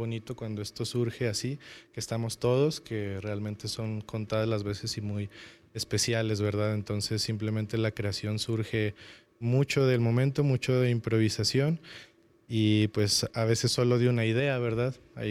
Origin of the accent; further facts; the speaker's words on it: Fresnillo, Zacatecas, Mexico; La mayoría de nosotros somos de Fresnillo, entonces también nos conocemos por esa parte.